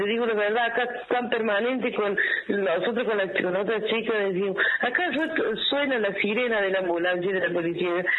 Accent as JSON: {"language": "Spanish", "region": "San Luis", "country": "Argentina", "tie": "born or raised there", "also_born_or_lived": "San Juan", "said": "Yo soy sanjuanina criada en San Luis"}